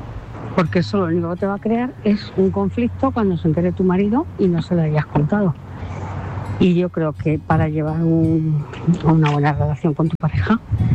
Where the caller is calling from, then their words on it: Móstoles, Community of Madrid, Spain; Buenas noches. Soy … de Móstoles.